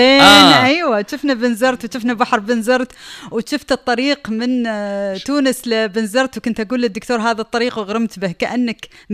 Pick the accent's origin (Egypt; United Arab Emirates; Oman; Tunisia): United Arab Emirates; عندنا في الإمارات